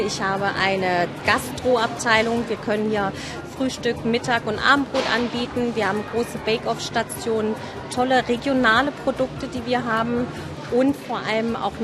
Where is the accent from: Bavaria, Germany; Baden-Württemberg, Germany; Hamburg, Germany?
Bavaria, Germany; Augsburg; born there; now in Harz, Germany; Ich bin jetzt 42 Jahre alt. Wie gesagt, bin gebürtige Augsburgerin, also ein bayerisches Mahnl aus der Puppenkiste entstanden.